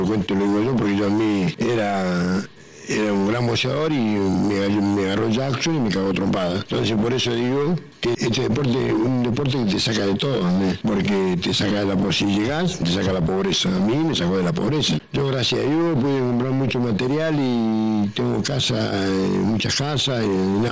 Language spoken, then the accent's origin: Spanish; Caleta Olivia, Santa Cruz, Argentina; moved away as an adult; now in Buenos Aires, Argentina; vengo de Caleta Olivia a Buenos Aires, de esta ciudad tan grande, es un monstruo grande.